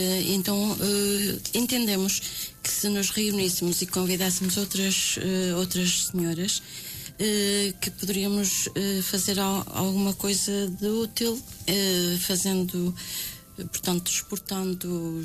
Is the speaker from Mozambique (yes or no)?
no; Paços de Ferreira, Norte, Portugal